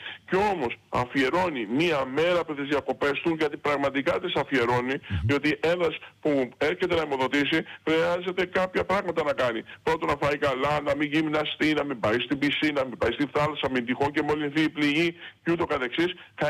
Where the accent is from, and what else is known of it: Greece